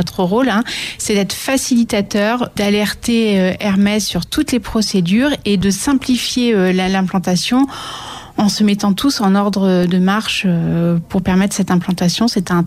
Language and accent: French; Cherbourg, Normandy, France; also born or lived in Caen / Villers-Écalles; je suis née et j'ai vécu en Basse-Normandie. Je suis née à Caen, j'ai grandi à Cherbourg.